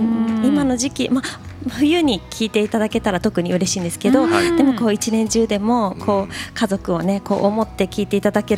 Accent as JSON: {"language": "Japanese", "town": "Nagaoka", "region": "Niigata", "country": "Japan", "tie": "born or raised there", "said": "最後は私の地元新潟県の長岡の音楽食堂にて12月1日火曜日、ちょっとバースデー当日になるんですけども"}